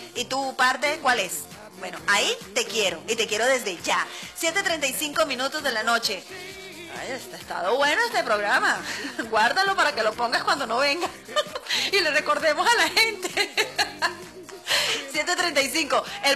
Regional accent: Puerto Píritu, Anzoátegui, Venezuela

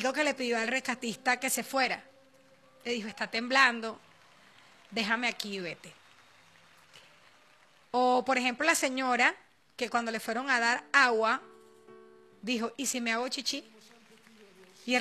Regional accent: Venezuela

